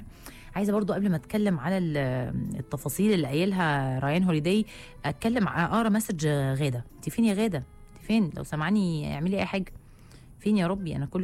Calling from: Alexandria, Alexandria Governorate, Egypt; من اسكندريه

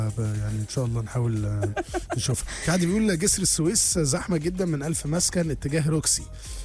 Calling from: Jeddah, Makkah Province, Saudi Arabia; من جده. احنا هنا عندنا الخليج الصغرى 30 ورطوبه طول اليوم 70%.

